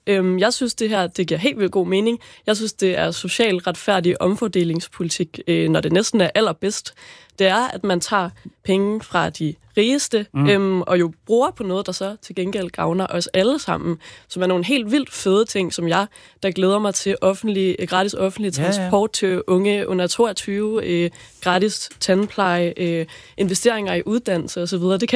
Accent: Aalborg, North Denmark Region, Denmark; moved away; Jeg kommer selv fra Aalborg, hvor jeg gik i gymnasiet

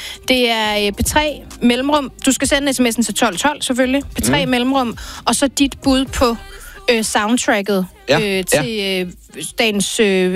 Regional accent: Svendborg, Region of Southern Denmark, Denmark; Jeg kommer fra Svendborg.

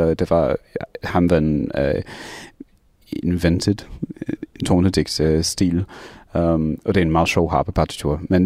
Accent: Hungary; Danish is a second language; now in New Jersey, United States; jeg kommer fra Ungarn, og min mormors mor, jeg ved ikke, hvordan man siger det på dansk, har studeret med hans

